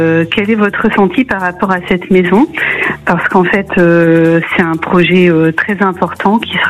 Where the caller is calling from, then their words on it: Nouvelle-Aquitaine, France; Je suis au sud de Bordeaux.